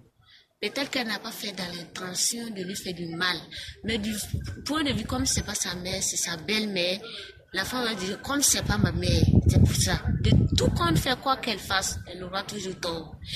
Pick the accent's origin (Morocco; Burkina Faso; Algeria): Burkina Faso; Chez nous au Burkina Faso, surtout en Afrique